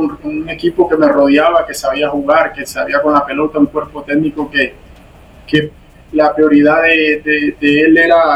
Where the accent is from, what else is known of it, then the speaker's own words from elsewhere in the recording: Colombia; moved away as an adult; now in Mexico; uno es colombiano. Yo he salido de Colombia y he estado en otros continentes